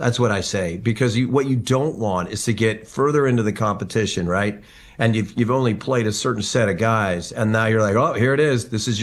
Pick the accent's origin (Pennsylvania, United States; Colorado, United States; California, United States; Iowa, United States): California, United States; Westlake Village; I'm from Westlake Village, California.